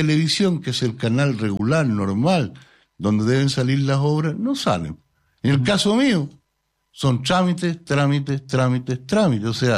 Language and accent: Spanish; Chile; Yo soy hijo de inmigrantes árabes, que llegaron en 1914. Somos chilenos recién.